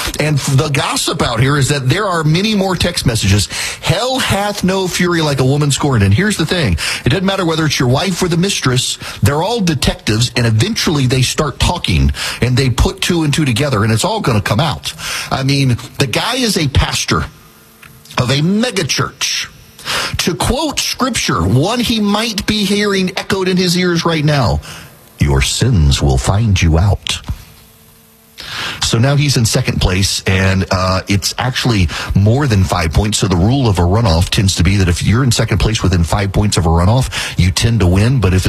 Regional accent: Oklahoma, United States; I obviously I got a little bit of a bias in my home state, keeping up with the elections there, know a lot of people on the ballot

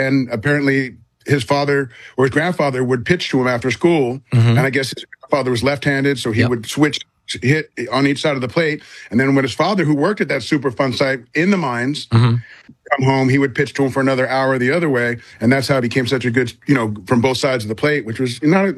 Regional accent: Los Angeles, California, United States; born or raised there; now in Tulsa, United States

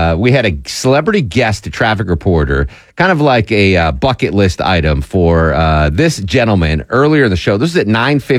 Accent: Connecticut, United States; One of my best friends growing up in Connecticut, he lived in a colonial style house.

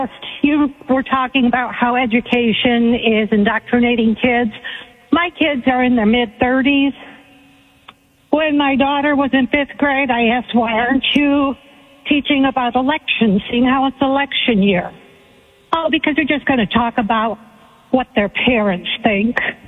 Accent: Michigan, United States; now in Murphy, United States; Oh, Michigan. We moved here from Michigan.

